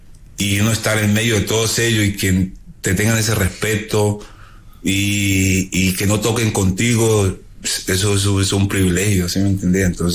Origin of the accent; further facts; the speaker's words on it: Colombia; moved away; Porque estoy solo, sí, soy yo colombiano ahí, estoy mirando y buscando mi cuarto